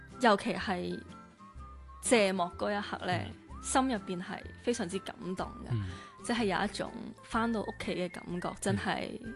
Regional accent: Macau; 我同麦思玉一样都是土生土长的澳门人、

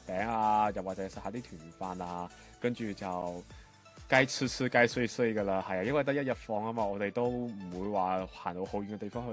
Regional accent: Macau; 亦都系吴宏奎嘅好同学啊。

